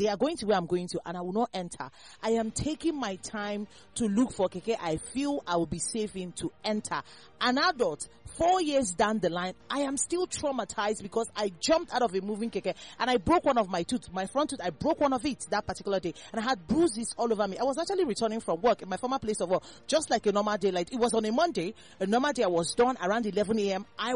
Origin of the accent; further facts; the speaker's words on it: Nigeria; as a Nigerian that I am